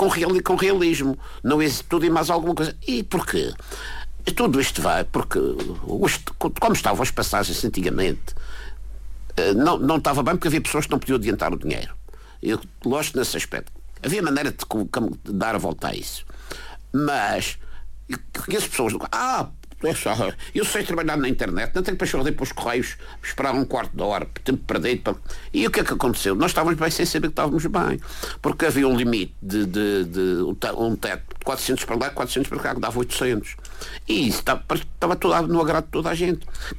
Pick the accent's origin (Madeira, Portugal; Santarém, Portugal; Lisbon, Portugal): Madeira, Portugal; eu sou madeirense